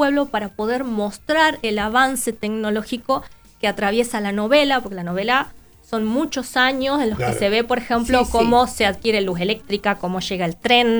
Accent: Argentina; Nosotros somos argentinos, vivimos en otra parte del mundo.

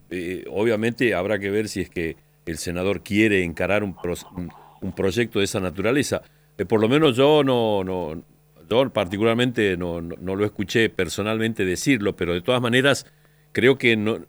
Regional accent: Santiago del Estero, Argentina; nosotros, que somos de aquí, de Santiago

